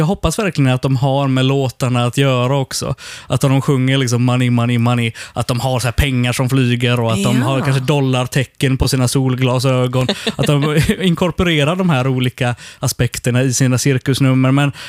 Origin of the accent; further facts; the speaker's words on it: Sweden; Som svensk utanför Sveriges gränser så kommer jag till den här frågan: vad tycker du om